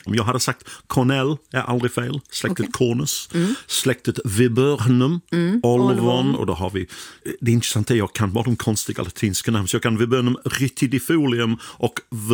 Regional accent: England, United Kingdom; Swedish is a second language; now in Sweden; Ingmar Stenmark, han var ändå en hjälte för mig när jag var liten i England och kollade på skidåkning på lördag eftermiddag.

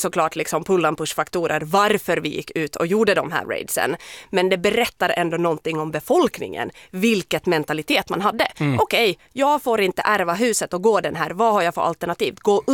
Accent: Finland; Och nu säger vi, jag är ju finsk.

